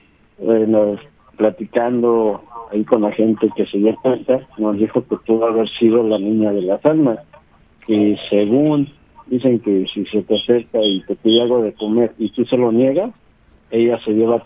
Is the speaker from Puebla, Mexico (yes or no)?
yes; San Martín Texmelucan, Puebla, Mexico; el sí, pero Moral, es ¿no? que la colonia del Moral.